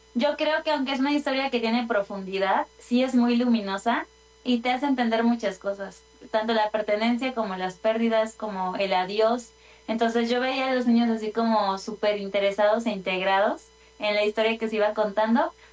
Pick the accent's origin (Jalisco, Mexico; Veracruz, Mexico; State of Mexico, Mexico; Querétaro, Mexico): State of Mexico, Mexico; moved away as an adult; now in Mexico City, Mexico; Yo soy del Estado de México, pero viví algún tiempo bueno, allá en el norte